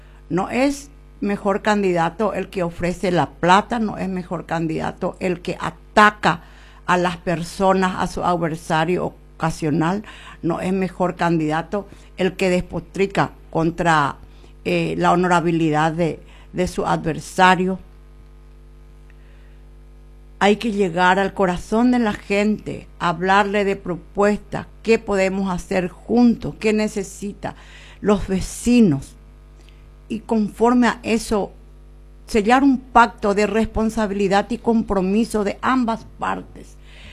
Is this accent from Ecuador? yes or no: no; Coronel Oviedo, Caaguazú, Paraguay; la se ciudad querida Coronel Oviedo